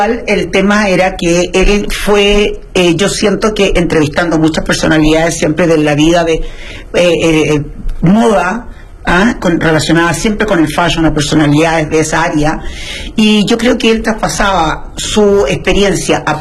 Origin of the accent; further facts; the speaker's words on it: Chile; Yo soy de Chile, base en Chile. También viajo mucho a Nueva York, por diversas razones, pero soy chilena.